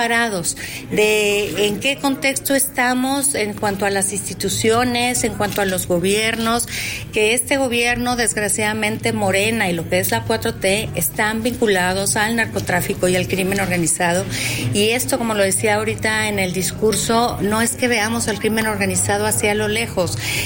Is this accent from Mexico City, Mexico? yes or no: no; Chihuahua, Mexico; los chihuahuenses siempre hemos sido libres y soberanos